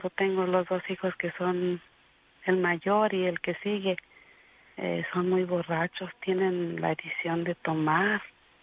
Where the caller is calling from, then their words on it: Austin, Texas, United States; Soy de aquí de Austin, Texas.